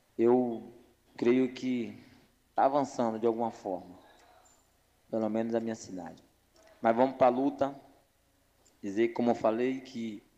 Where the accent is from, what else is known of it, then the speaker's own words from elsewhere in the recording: Conceição do Jacuípe, Bahia, Brazil; Eu sou de Birimbau. Sou de Conceição do Jacuípe, sou vereador aqui